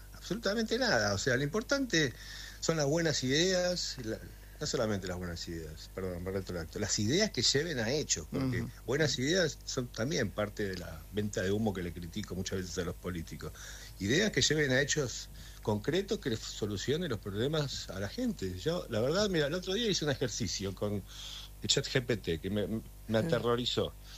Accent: Argentina; Somos todos el mismo equipo, somos todos argentinos. Ajá. Acá la General Paz no debería de marcar una diferencia.

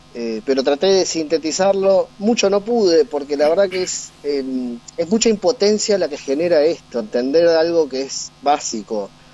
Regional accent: Argentina

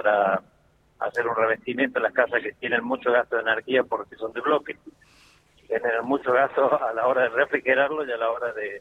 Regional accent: La Rioja, Argentina; Vengo de La Rioja, estoy en La Rioja

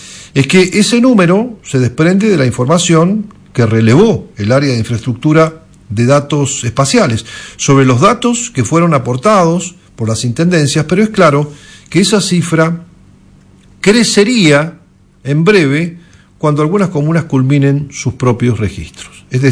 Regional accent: Mendoza, Argentina; Eso son todas cuestiones ambientales que tenemos que replantearnos como mendocinos.

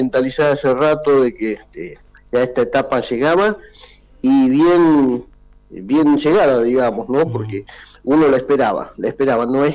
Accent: Buenos Aires, Argentina; born there; moved away; nací en Capital Federal. Y me vine acá en el año 86

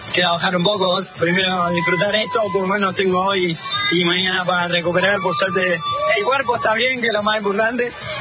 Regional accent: Argentina; vivir esto en este ambiente como argentino

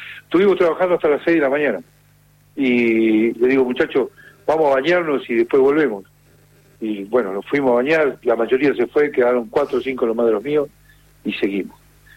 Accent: Argentina; Pero como buen futbolero esperamos que sea campeón mundial, ¿no? Como argentino.

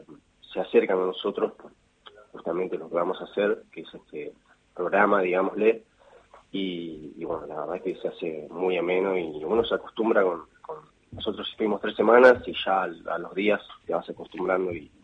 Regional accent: Carmen de Patagones, Buenos Aires Province, Argentina; Yo soy de Carmen de Patagones.

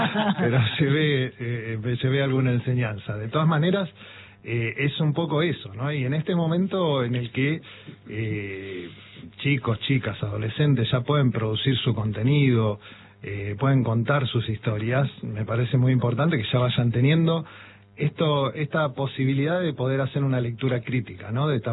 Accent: Buenos Aires Province, Argentina; also born or lived in Mendoza; now in La Boca, Buenos Aires, Argentina; Soy mendocino, sí. Me crié en el Gran Buenos Aires y la mitad de mi vida la llevo viviendo en La Boca.

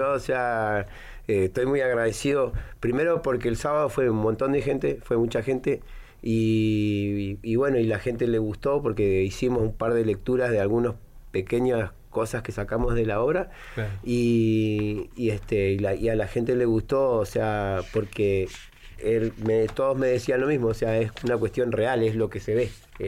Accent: Río Gallegos, Santa Cruz, Argentina; De acá, de Río Gallegos. Nací.

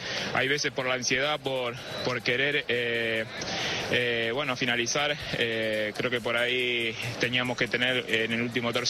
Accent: Argentina; Soy un argentino más que va a alentar por ellos

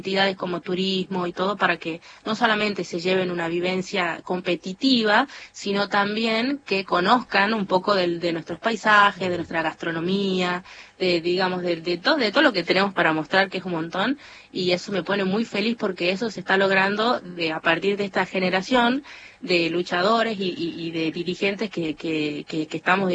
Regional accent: North, Argentina; Nos dicen, no sé, vos no tenés acento de Argentina o no pareces argentina, y en realidad es porque soy norteña

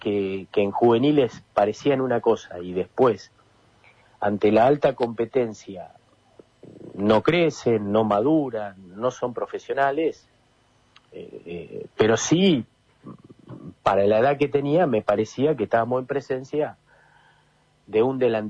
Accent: Benito Juárez, Buenos Aires Province, Argentina; La realidad es que yo soy de Benito Juárez.

